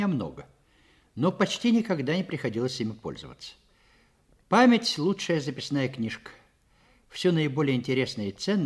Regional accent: Odesa, Odesa Oblast, Ukraine; born there; Родился в Одессе в 1897 году.

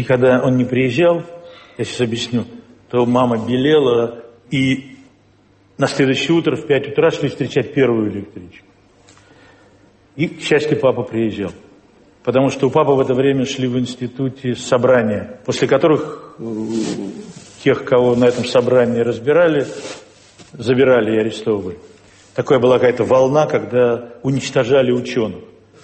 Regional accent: Siberia, Russia; born there; Я родился вообще в Сибири.

